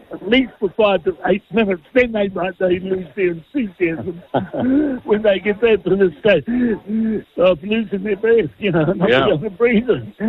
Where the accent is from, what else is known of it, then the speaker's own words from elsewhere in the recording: Waikato, New Zealand; born there; moved away; also born or lived in Upper Hutt; I've just always been sort of an Upper Hutt man. I played a bit. I was born in the King Country